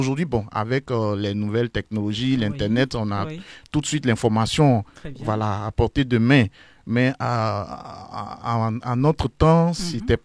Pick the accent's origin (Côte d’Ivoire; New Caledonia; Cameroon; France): Côte d’Ivoire; Songon, Abidjan; Je voudrais préciser que je suis originaire de Songon Kassamblé, donc ce qui veut dire que je suis de la paroisse Saint-Luc des Cités, Saint-Luc de Songon Kassamblé et les Cités.